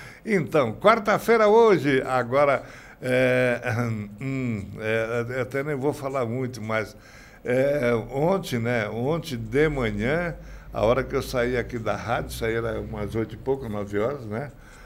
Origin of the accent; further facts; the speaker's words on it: Rio Grande do Sul, Brazil; Opa, eu não sou gaúcho, sou gaúcho? Eu sou gaúcho.